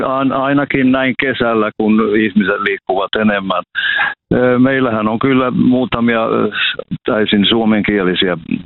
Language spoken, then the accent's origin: Finnish; Petolahti, South Ostrobothnia, Finland; Eihän mä olen Petolahdesta kotoisin Etelä-Pohjanmaalta ja olen toiminut täällä kyläopettajana kyllä monena vuotena.